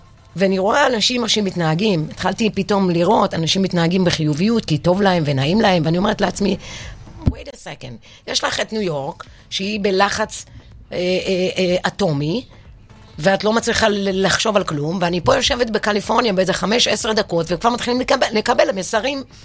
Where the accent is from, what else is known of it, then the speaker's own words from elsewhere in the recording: Yarhiv, Central District, Israel; moved away as an adult; also born or lived in United States; אני מושבניקית.